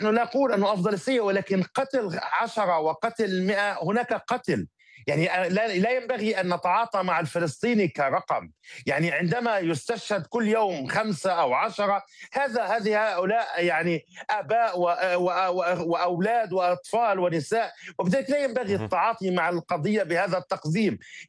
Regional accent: Palestine; نحن كشعب فلسطيني عندما حمل الشعب الفلسطيني السلاح ليس عشقا بالسلاح ولا عشقا بالقتل

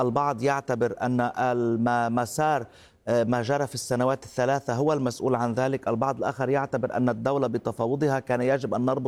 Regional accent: Lebanon; وربما نحتاج كلبنانيين ولبنانيات لهذا النقاش العميق.

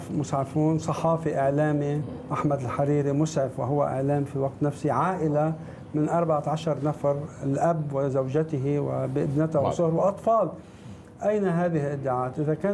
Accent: Deir Qanoun En Nahr, South Governorate, Lebanon; بلدتي دير قانون النهر

